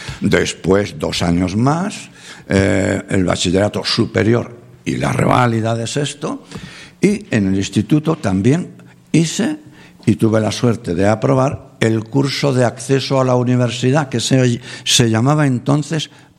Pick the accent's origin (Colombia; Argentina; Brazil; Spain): Spain; Ciudad Real, Castilla-La Mancha; born there; also born or lived in Pozuelo de Calatrava; now in Málaga, Spain; Nací en Pozuelo de Calatrava, pero ya vivían mis padres en la capital, en Ciudad Real capital.